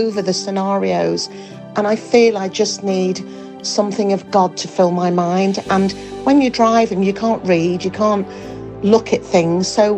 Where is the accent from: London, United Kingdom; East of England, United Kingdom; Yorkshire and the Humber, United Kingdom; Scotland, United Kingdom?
Yorkshire and the Humber, United Kingdom; Leeds; from Leeds.